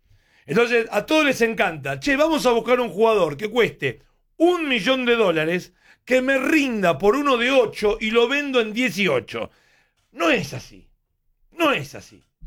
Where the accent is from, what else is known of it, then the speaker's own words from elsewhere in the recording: Argentina; nosotros, los argentinos.